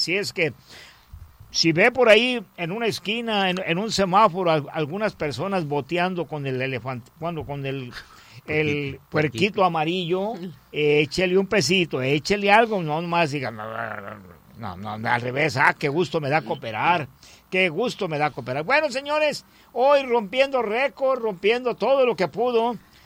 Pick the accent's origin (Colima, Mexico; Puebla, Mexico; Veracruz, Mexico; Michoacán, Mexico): Colima, Mexico; Somos tercos, los mexicanos y los colimenses, somos bien tercos.